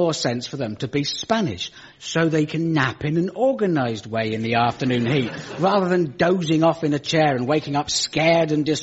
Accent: United Kingdom; But it's very easy for me as a British citizen secure in my own state to cry a pox on all nationalism.

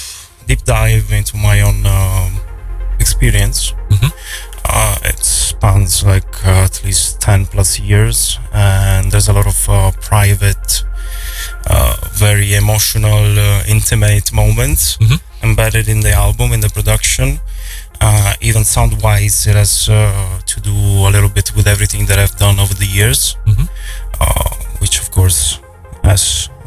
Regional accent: Italy; going back to my roots as an Italian growing up in Italy in the 90s, you know, 87.

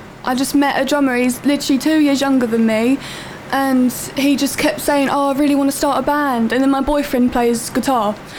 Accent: London, United Kingdom; moved away as an adult; I moved to the island a few years ago. I'm originally from South London.

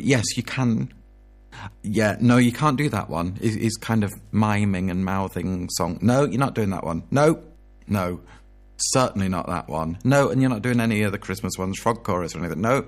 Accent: United Kingdom; I absolutely love being British

